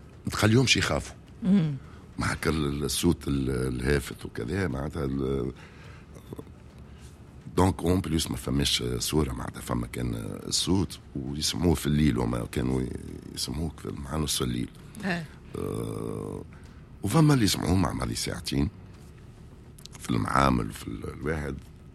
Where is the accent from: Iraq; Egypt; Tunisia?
Tunisia; accent: Tunisian; عملنا الدارجه التونسيه نتاعنا دارجتنا التونسيه